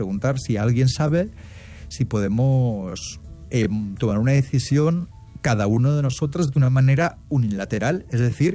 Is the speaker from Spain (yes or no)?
yes; Castilla-La Mancha, Spain; now in Madrid, Spain; Somos de Castilla-La Mancha. No me gustaría decir la ciudad. Entonces, tenemos un problema. Yo vivo en Madrid